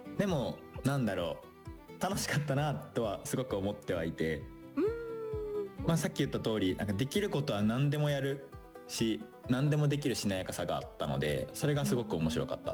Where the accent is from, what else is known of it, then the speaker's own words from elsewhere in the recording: Osaka, Japan; accent: Kansai; now in Tokyo, Japan; 今もコテコテな声が聞こえてる気はするんですけど関西出身です。はい、大阪ですね。